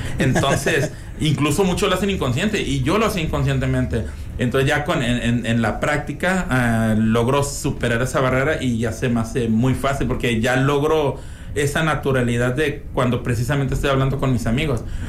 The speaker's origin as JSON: {"language": "Spanish", "country": "Mexico", "said": "todos somos mexicanos"}